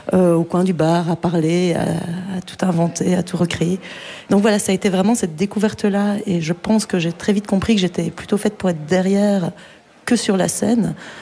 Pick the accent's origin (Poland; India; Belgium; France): Belgium; Liège, Wallonia; Donc, je viens de Liège